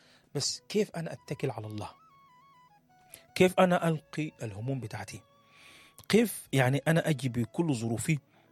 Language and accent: Arabic; Sudan; واحنا كسودانيين متعودين